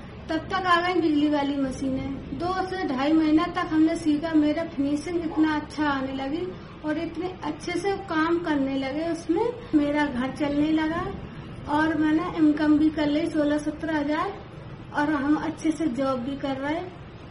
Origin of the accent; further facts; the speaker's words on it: Uttar Pradesh, India; हम यूपी की रहने वाली हूँ, मेरे 3 बच्चे हैं